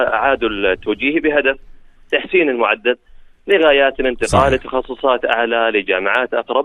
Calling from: Jordan; انا طالب اردني

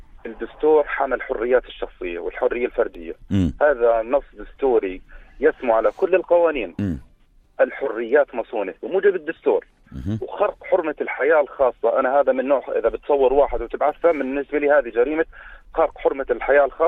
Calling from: Jordan; انا مواطن اردني

